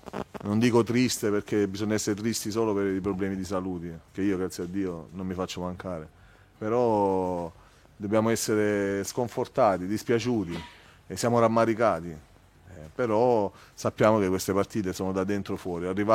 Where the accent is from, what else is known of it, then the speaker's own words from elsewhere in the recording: Lecce, Apulia, Italy; Io sono di Lecce